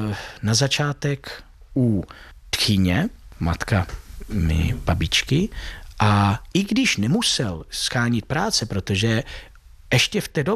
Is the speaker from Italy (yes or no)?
yes; Pisa, Tuscany, Italy; Czech is a second language; moved away as an adult; now in Czech Republic; No, tak já jsem strávil moje dětství v Toskánsku, v Itálii.